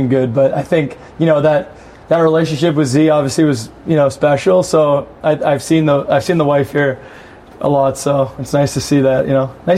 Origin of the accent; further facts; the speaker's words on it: Toronto, Ontario, Canada; I just think that, like, growing up in Toronto area, like, there's just so much hockey available, right?